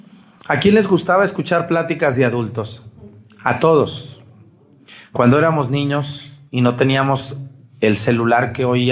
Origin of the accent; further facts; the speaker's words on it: Jalisco, Mexico; moved away; Allá en mi tierra, Jalisco, se come el pozole rojo y se come en la noche.